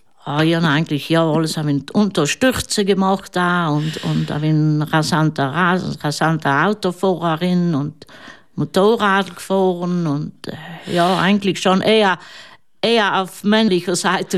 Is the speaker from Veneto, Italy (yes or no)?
no; Trentino-Alto Adige, Italy; wir sind Südtiroler. Also wir dürfen Steuern zahlen für den italienischen Staat, aber im Grunde genommen sind wir Südtiroler.